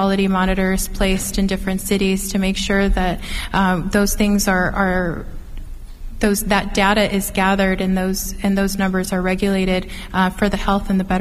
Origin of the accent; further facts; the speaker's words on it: Kerman, California, United States; growing up in Kerman, and my father worked for Wilbur Ellis for many years. He was a serviceman